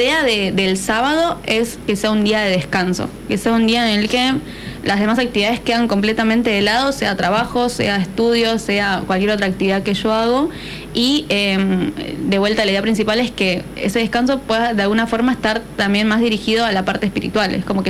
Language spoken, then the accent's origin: Spanish; Buenos Aires, Argentina; Yo vengo de Buenos Aires, de Capital, y toda mi primaria, mi secundaria la hice en instituciones públicas.